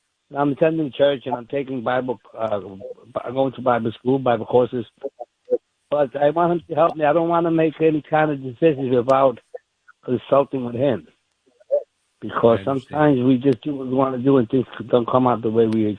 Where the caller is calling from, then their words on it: Florida, United States; I'm calling from Florida, by the way.